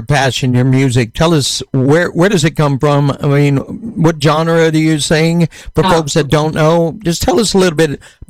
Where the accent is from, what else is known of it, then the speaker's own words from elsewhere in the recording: Louisiana, United States; now in Arkansas, United States; I'm from Louisiana, so it's like it's a whole different world. You get south of Interstate 10 and you get around Baton Rouge, New Orleans, Lafayette area. You've got the deep, rich Cajun accent.